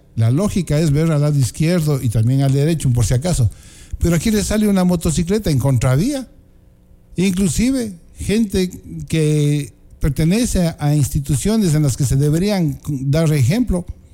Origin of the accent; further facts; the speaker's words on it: Baños, Tungurahua, Ecuador; los baneños también tenemos la culpa